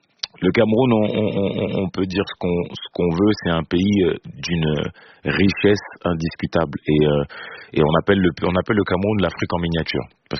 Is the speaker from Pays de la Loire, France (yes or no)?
no; Marseille, Provence-Alpes-Côte d'Azur, France; born there; Moi, je suis né à Marseille.